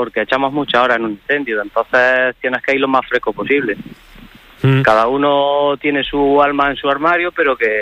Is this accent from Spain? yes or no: yes; Andalusia, Spain; nosotros venimos de un grupo de Andalucía, de varias provincias